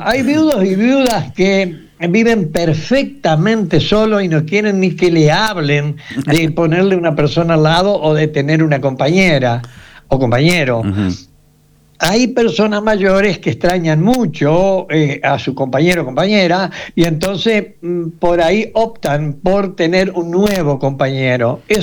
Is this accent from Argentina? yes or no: yes; Reconquista, Santa Fe, Argentina; acá a mi pago, a Reconquista.